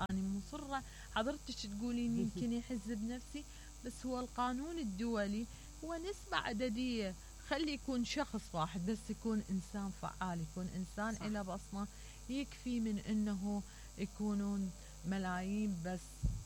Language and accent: Arabic; Iraq